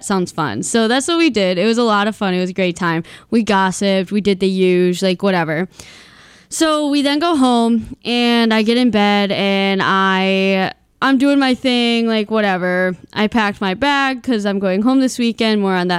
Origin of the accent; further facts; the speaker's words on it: Michigan, United States; moved away; me and my boyfriend are going up north to my hometown. So, like, not up north, but up north, Lower Peninsula, not the UP.